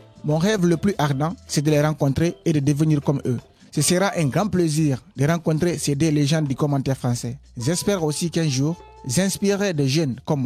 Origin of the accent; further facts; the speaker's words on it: Guinea; now in France; j'ai 16 ans, je viens de Guinée-Conakry.